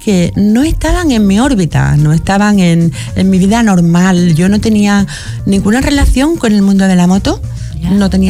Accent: Marbella, Andalusia, Spain

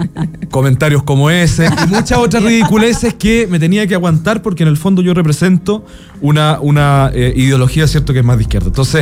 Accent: Chile; Yo antes de ser futbolero soy chileno, pues, weón.

